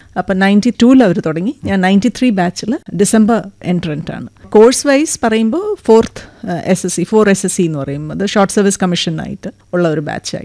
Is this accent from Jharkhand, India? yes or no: yes; Bokaro, Jharkhand, India; ഞാൻ വളർന്നത് നോർത്തിലെ ബീഹാർ സ്റ്റേറ്റിലായിരുന്നു. അവിടെ ബൊക്കാറോ സ്റ്റീൽ സിറ്റിയിലാണ് എൻ്റെ അച്ഛൻ വർക്ക് ചെയ്തുകൊണ്ടിരുന്നത്.